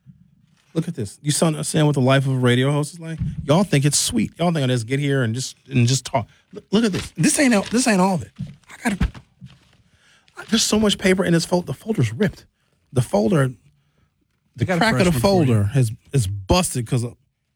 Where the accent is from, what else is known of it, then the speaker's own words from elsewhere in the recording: Brown Deer, Wisconsin, United States; I grew up in Brown Deer in the 1980s, where there's not a lot of black people, a lot of white folks, but a variety of white people.